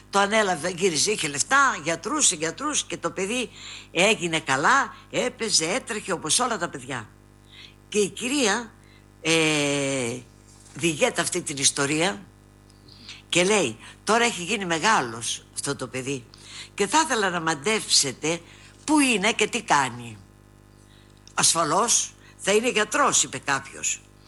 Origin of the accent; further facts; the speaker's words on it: Macedonia, Greece; Είμαι Μακεδόνισσα. Ήταν το χωριό μου εκεί στη θάλασσα.